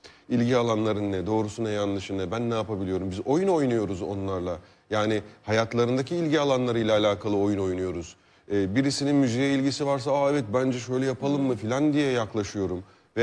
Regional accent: Sivas, Turkey; now in Istanbul, Turkey; Sivas'ta doğdum, büyüdüm ve İstanbul'da yaşıyorum.

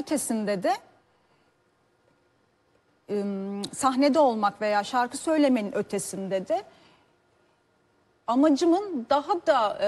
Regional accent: Sivas, Turkey; 89 doğumluyum. Sivaslıyım aslen. Polis kızıyım. Birkaç il gezdik bu nedenle.

